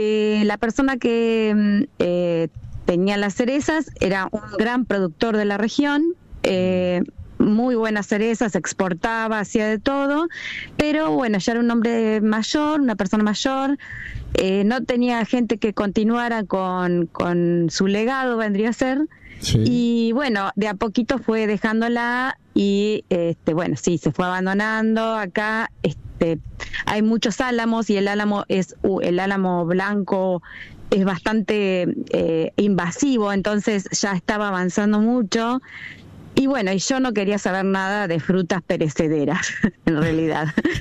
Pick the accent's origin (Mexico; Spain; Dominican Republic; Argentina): Argentina; Buenos Aires Province; born there; moved away as an adult; now in Río Negro, Argentina; nací en el campo, o sea, soy del centro de la provincia de Buenos Aires, nacida en el campo